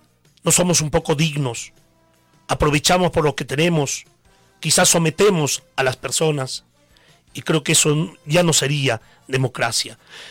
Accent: Coracora, Ayacucho, Peru; Somos coracoreños, parinacochanos, nos conocemos

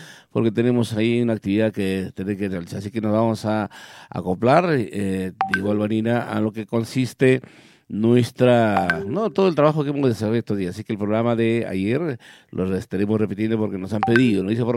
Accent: Peru; ¿no somos peruanos?

